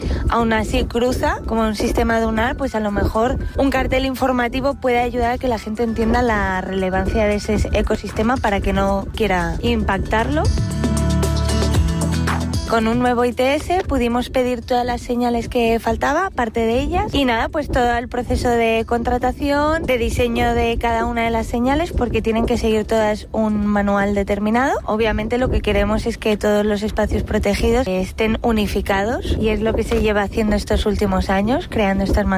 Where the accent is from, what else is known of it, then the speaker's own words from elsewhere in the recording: Ibiza, Balearic Islands, Spain; soy ibicenca de padre, madre y abuelos